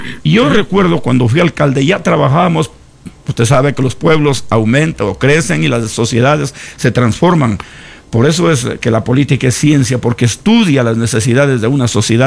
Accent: Zamora-Chinchipe, Ecuador; Hoy somos más zamoranos.

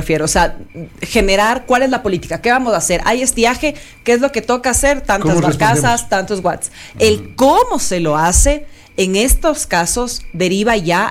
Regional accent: Ecuador; nosotros como ecuatorianos

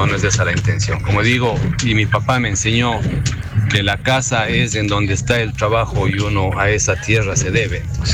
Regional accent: Cuenca, Azuay, Ecuador; born there; also born or lived in Ibarra, Ecuador; now in Guayaquil, Ecuador; las raíces están donde uno vivió la mayor parte del tiempo y yo me considero cuencano.

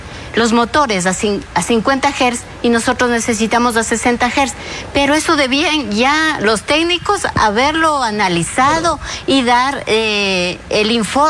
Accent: Ecuador; nosotros como ecuatorianos

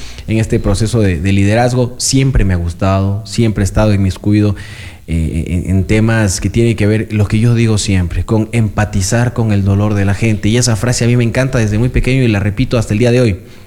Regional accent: Loja, Ecuador; si bien nací en Loja y soy lojano de toda la vida y vivo aquí, mi madre es española.

